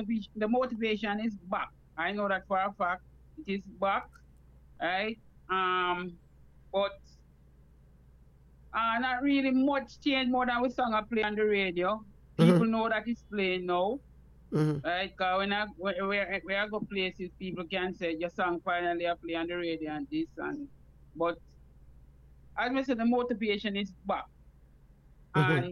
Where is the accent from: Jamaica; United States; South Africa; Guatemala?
Jamaica; New Longsville, Clarendon; Yes, we're off Chapelton Road, a place called New Longsville.